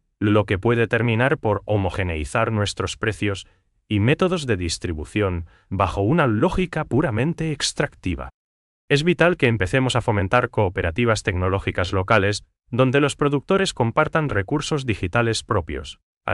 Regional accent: Paraguay; esa esencia del trato personal que nos caracteriza como paraguayos.

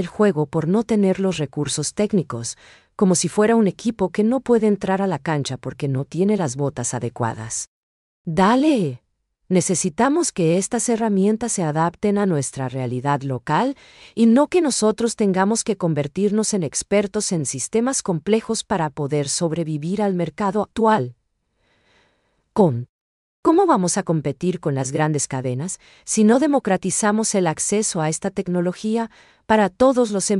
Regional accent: Paraguay; la identidad que nos define como paraguayos

